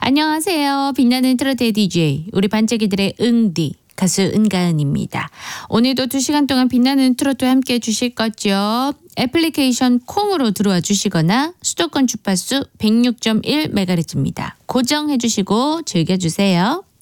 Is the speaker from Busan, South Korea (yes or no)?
yes; Busan, South Korea; born there; moved away as an adult; now in Seoul, South Korea